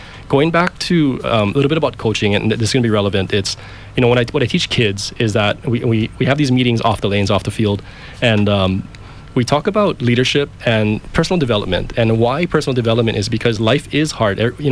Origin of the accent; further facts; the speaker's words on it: Kauai, Hawaii, United States; born and raised on Kauai, fourth generation. I really am rooted here.